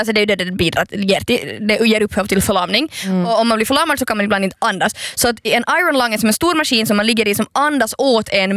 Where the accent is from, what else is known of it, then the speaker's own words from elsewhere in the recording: Ostrobothnia, Finland; som österbottning och som Ålandshatare.